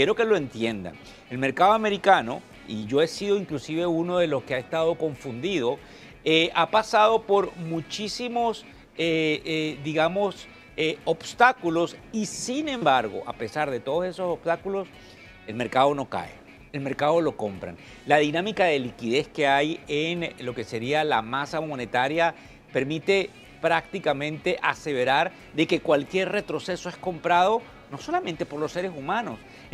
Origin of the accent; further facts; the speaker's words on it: Venezuela; yo soy el venezolano de la Tribuna de Negocios Televisión.